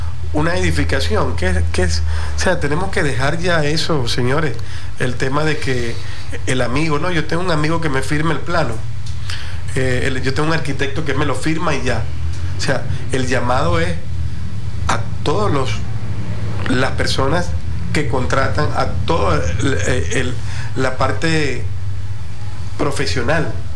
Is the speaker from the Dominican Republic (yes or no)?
no; Venezuela; nosotros como venezolanos